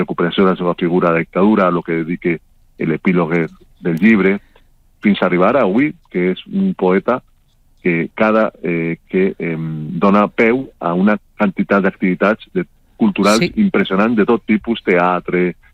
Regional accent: Novelda, Valencian Community, Spain; he presentat el llibre al País Valencià, a Oriola, a Alacant, a Elx, al meu poble, Nubalda, la setmana passada a València

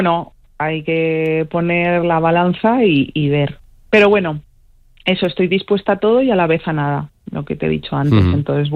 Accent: Zaragoza, Aragon, Spain; now in Valencia, Spain; Igual no en verano, pero soy de Zaragoza. O sea, peor que en Zaragoza no voy a estar.

